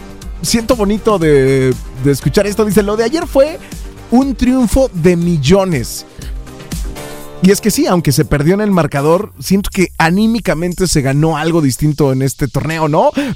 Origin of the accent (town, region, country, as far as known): Mexico